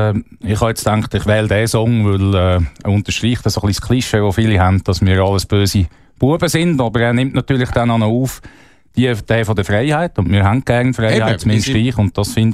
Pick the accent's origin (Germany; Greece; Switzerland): Switzerland; Thun, Bern; Ja, eben, ich bin in Thun aufgewachsen.